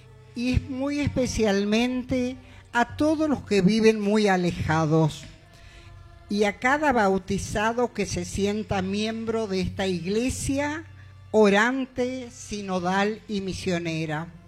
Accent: La Rioja, Argentina; como riojanos siempre invocamos a San Nicolás.

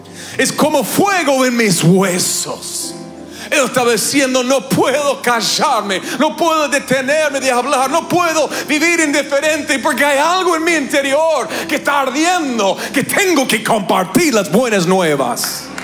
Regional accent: Canada; moved away; saben que soy canadiense, y donde hace a veces menos 40 grados en el invierno

